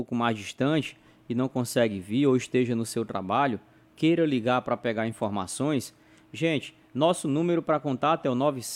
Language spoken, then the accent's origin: Portuguese; Teresina, Piauí, Brazil; Eu sou natural de Teresina, no Piauí.